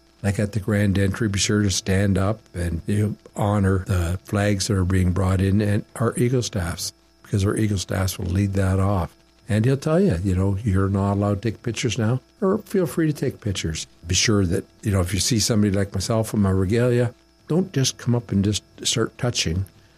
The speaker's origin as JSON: {"language": "English", "area": "Sheshegwaning First Nation", "region": "Ontario", "country": "Canada", "said": "I'm Odawa. I come from Shishigwaning First Nation."}